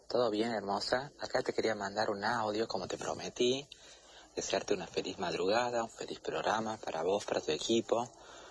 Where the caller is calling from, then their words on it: Catamarca, Argentina; desde Catamarca.